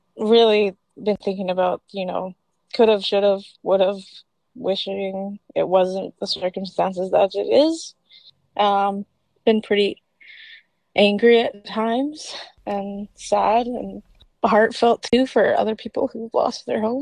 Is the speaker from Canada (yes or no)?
yes; Penticton, British Columbia, Canada